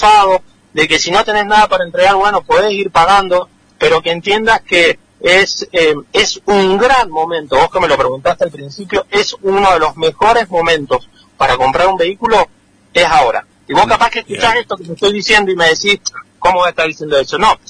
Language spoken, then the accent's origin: Spanish; Malargüe, Mendoza, Argentina; yo soy de acá de Malargüe